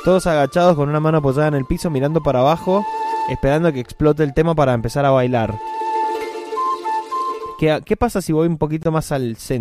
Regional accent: Mendoza, Argentina; somos mendocinos, nos encanta el folclore.

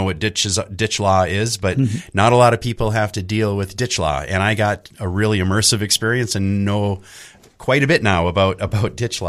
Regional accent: Litchfield, Minnesota, United States; moved away as an adult; So I was born and raised in Litchfield, Minnesota. And like I was mentioning, I come from farming stock, although I lived in town. My dad was the first generation to leave the farm.

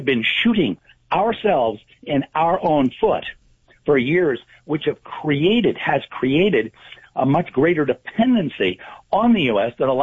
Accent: Canada; I'm saying this as a Canadian born and raised here

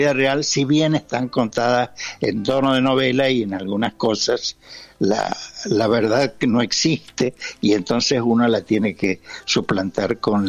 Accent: San Luis, Argentina; now in Buenos Aires, Argentina; Es mi lugar de nacimiento, aunque yo más bien ahora he pasado más tiempo en Buenos Aires que en San Luis.

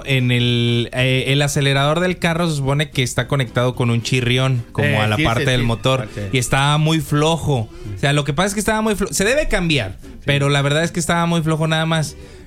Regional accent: Mexico; algo que me gusta mucho de ser mexicano es que tenemos la capacidad de resolver con nuestras posibilidades.

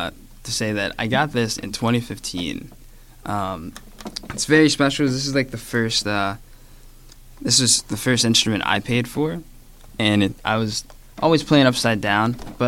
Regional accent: West Mifflin, Pennsylvania, United States; I'm from West Mifflin, PA. I grew up with a theme park, like right in my window vicinity, first job.

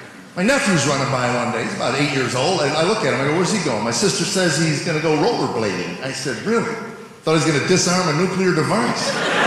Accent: United States; born or raised there

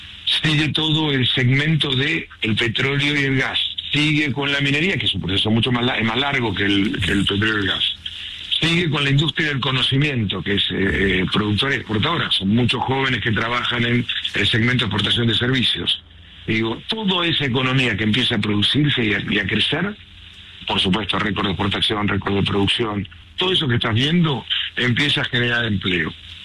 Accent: Argentina; este gigante que somos los argentinos en nuestro país

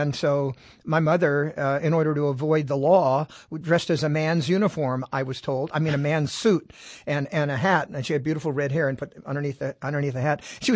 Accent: Sacramento, California, United States; also born or lived in Los Angeles; And then raised in Sacramento because we had to move because my father joined the Navy right after the bombing of Pearl Harbor. That placed us in San Diego and Los Angeles.

